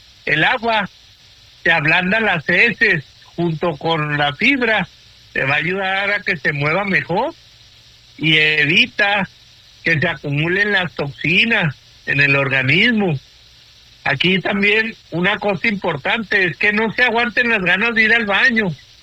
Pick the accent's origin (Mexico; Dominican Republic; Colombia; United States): Mexico; A nosotros, como buenos mexicanos